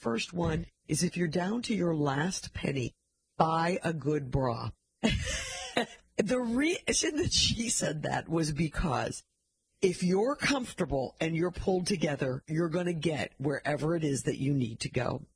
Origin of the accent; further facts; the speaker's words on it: St. Louis, Missouri, United States; also born or lived in Jefferson City, Missouri; I grew up in St. Louis, but when I was in high school, my dad was transferred to Jefferson City, Missouri, which is right in the middle of the state.